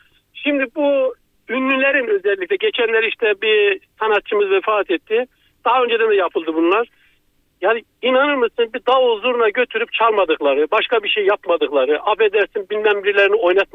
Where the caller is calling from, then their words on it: Istanbul, Turkey; ben İstanbul'dan.